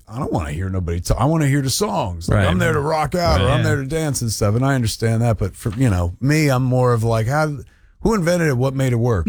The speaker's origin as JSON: {"language": "English", "region": "New Jersey", "country": "United States", "tie": "born or raised there", "said": "I grew up in Jersey, so … in the blood, whether you choose him or not, right?"}